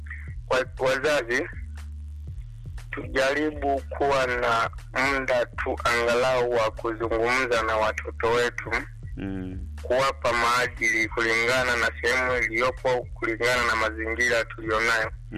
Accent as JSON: {"language": "Swahili", "country": "Tanzania", "said": "sisi ni Watanzania"}